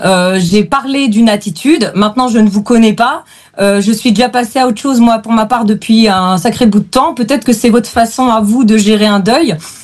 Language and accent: French; France; Moi, je suis de France, tout simplement.